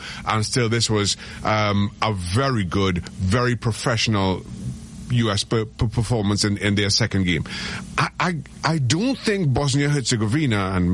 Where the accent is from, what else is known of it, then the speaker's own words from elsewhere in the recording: Trinidad & Tobago; I am not American. Grew up in Trinidad and Tobago. I played my football there.